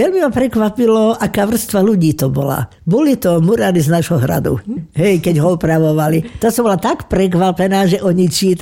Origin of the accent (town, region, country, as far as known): Kežmarok, Prešov Region, Slovakia; born or raised there